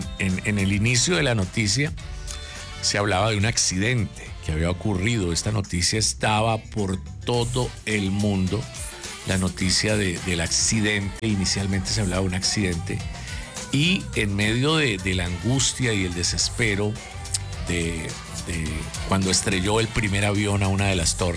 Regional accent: Bucaramanga, Santander, Colombia; Así que la invitación para que todos los bumangueses y como buenos colombianos nos unamos más fuertes que nunca.

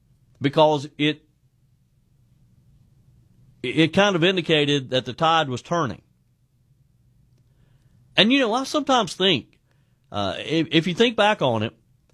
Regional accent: South Carolina, United States; And what about my home state of South Carolina?

